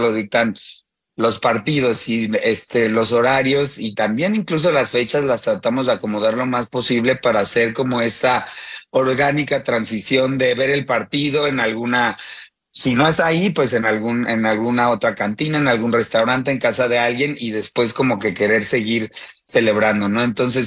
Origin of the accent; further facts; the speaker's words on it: Mexico; para celebrar juntos en esta oportunidad épica de hacerlo aquí y como los mexicanos lo sabemos hacer, ¿no?